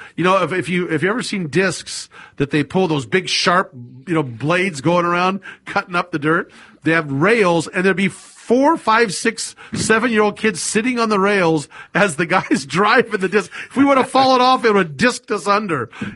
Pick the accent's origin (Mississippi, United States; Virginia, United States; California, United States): California, United States; Sacramento; I will never forget when I grew up in Sacramento.